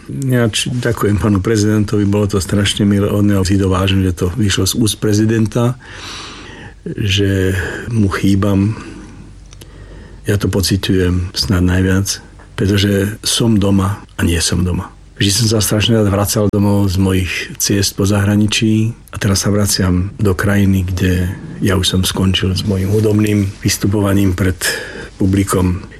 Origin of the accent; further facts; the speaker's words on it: eastern Slovakia, Slovakia; moved away; ja som chlapec z východu